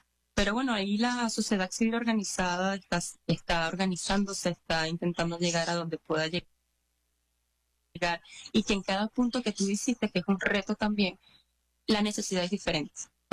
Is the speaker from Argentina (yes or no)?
no; Venezuela; Y creo que aún como venezolano, y ante lo que es el reto de mantenerse informado acá